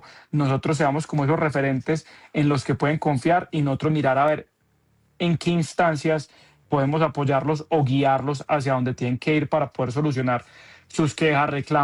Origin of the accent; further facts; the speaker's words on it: Colombia; Nosotros vamos a representar a Colombia y demostrarlo de lo que somos capaces los colombianos.